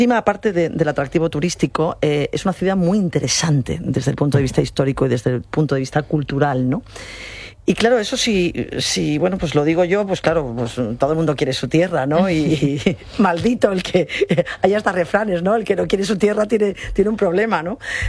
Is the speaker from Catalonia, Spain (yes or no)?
no; Ceuta, Spain; No soy la única, somos muchos los ceutíes.